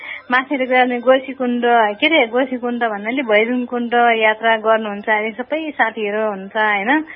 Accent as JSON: {"language": "Nepali", "area": "Sindhupalchok", "region": "Bagmati", "country": "Nepal", "tie": "born there", "said": "हाम्रो चाहिँ जन्मथलमा चाहिँ सिन्धुपाल्चोक भोटिकोसी गाउँपालिका नयाँपुर भन्ने ठाउँ"}